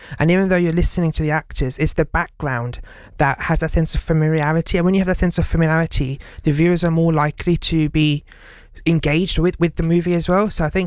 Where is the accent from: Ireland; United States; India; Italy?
India; And especially as an Indian myself and from a cultural background